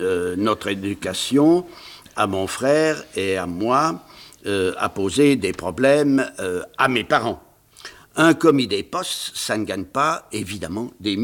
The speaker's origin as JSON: {"language": "French", "town": "Bruyères", "region": "Grand Est", "country": "France", "tie": "born there", "said": "vous savez que je suis né à Bruyères-Vosges."}